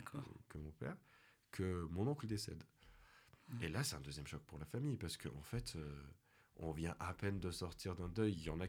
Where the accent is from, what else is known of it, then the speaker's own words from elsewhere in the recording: Clermont-Ferrand, Auvergne-Rhône-Alpes, France; also born or lived in Turkey (home town of birth); moi, qui ai grandi dans un quartier populaire, hein, j'ai grandi à la Gautière